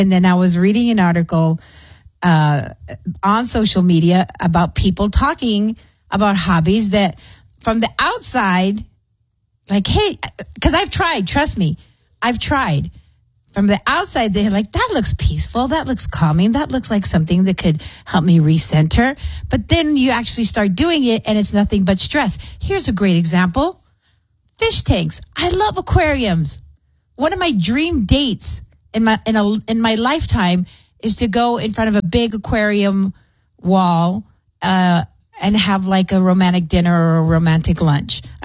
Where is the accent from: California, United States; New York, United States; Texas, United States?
Texas, United States; Clint; I grew up in Clint and we had chickens.